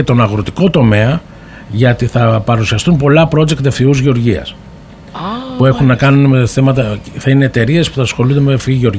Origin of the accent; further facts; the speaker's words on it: Greece